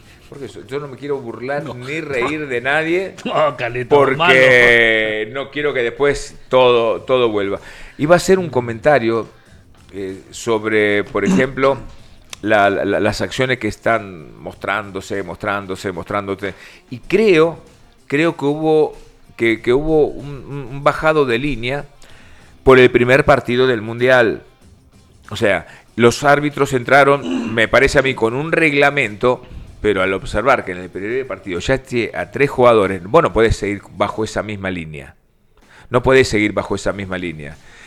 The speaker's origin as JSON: {"language": "Spanish", "country": "Argentina", "said": "porque soy argentino"}